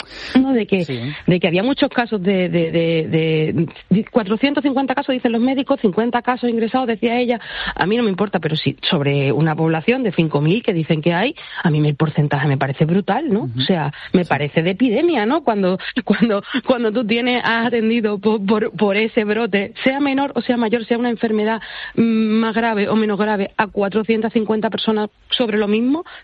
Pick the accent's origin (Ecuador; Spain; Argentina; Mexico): Spain; O sea, nosotros sabemos que somos españoles y el resto de España también, ¿vale?